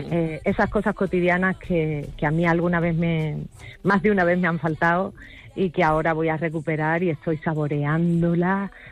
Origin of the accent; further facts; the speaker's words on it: Cádiz, Andalusia, Spain; yo nací en La Viña, que es uno de los barrios más míticos de Cádiz, y me he criado toda mi vida en el Teatro Falla, en la plazoleta.